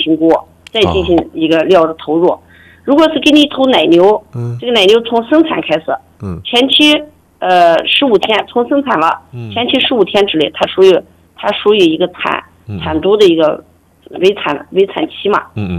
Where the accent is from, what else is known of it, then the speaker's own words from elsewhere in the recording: China; 第一就是我也是本地人，土生土长的峨眉人，我对这块土地还是有感情的。